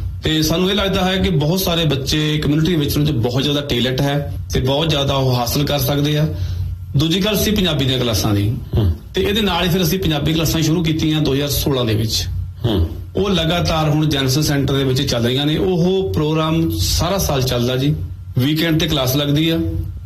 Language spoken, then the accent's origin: Punjabi; Punjab, India; ਜਿਵੇਂ ਮੈਂ ਤੇ ਤੁਸੀਂ ਅਸੀਂ ਪੰਜਾਬ ਦੇ ਪਿੰਡਾਂ ਵਾਲੇ ਸਕੂਲਾਂ ਚ ਪੜ੍ਹੇ, ਫੱਟੀ ਵਾਲਿਆਂ ਦੇ ਵਿੱਚ, ਸ਼ੁਰੂਆਤ ਸਾਡੀ ਊੜੇ ਆੜੇ ਤੋਂ ਹੁੰਦੀ